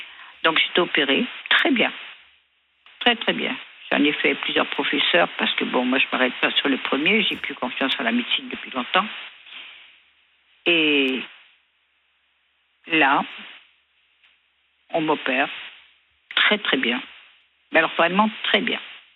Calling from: Garéoult, Provence-Alpes-Côte d'Azur, France; Je suis dans le Var.

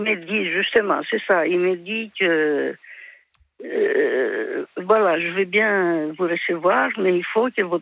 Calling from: Paris, Île-de-France, France; j'habite à Paris.

